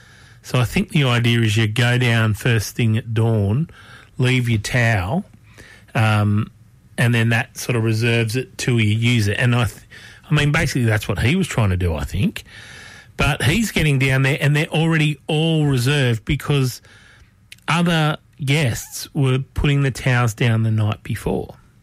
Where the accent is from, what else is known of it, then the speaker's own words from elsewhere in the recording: Concord, New South Wales, Australia; I grew up in Concord, which, look, you know, it's a bit more developed now than it was when I lived there. But when I was growing up there, it was called the Parkland suburb.